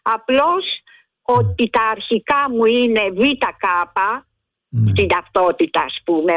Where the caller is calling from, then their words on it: Nea Filadelfeia, Attica, Greece; από τη Νέα Φιλαδέλφια.